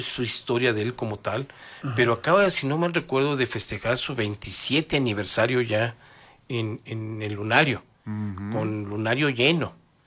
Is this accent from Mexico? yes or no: yes; Mexico; Como mexicanos, nuestra música es el mariachi.